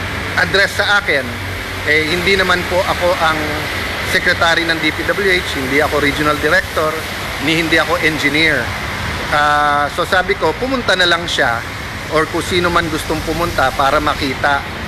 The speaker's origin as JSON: {"language": "Tagalog", "town": "Taguig", "region": "Metro Manila", "country": "Philippines", "tie": "born or raised there", "said": "Lumaki ako sa Taguig po na ganyan ang nararanasan, no?"}